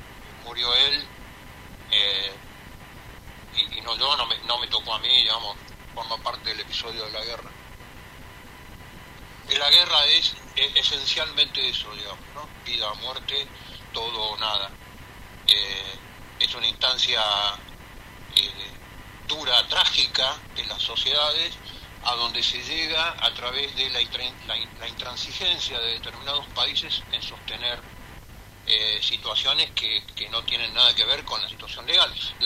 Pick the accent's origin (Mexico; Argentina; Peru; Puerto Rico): Argentina; me pasa como argentino y como decías vos, como veterano de guerra